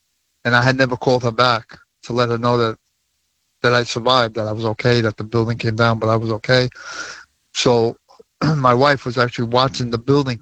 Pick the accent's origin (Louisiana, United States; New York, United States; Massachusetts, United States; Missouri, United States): New York, United States; Brooklyn; born or raised there